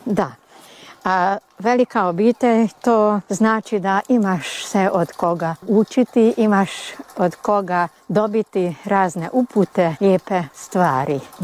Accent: Udvar, Baranya, Hungary; moved away as an adult; Ja sam se tu rodila u Udvaru i u onoj kući kuda budemo ušli. Tamo sam se jedino ja rodila i na to sam ponosna, jer nisam se u bolnici rodila, već kod kuće. I meni je bilo lijepo. Moje djetinjstvo tu u Udvaru

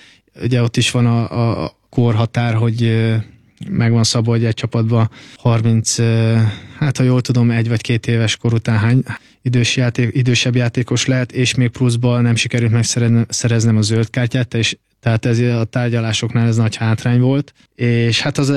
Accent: Győr, Győr-Moson-Sopron, Hungary; győri vagyok

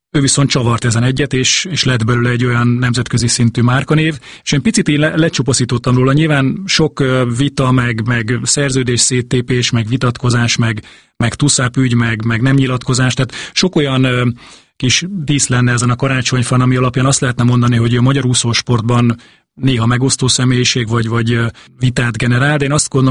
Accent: Zalaegerszeg, Zala, Hungary; azért, mert ő is zalaegerszegi, mint ahol én származom

